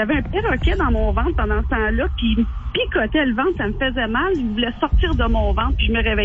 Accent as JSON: {"language": "French", "region": "Quebec", "country": "Canada", "tie": "born or raised there", "moved": "yes", "lives_now": "Otterburn Park, Canada", "said": "moi aussi je viens de l'Abitibi, sauf que je viens de Sainte-Thérèse, pas le Bel."}